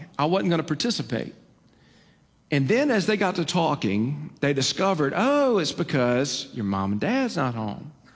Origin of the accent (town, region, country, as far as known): Alabama, United States; born or raised there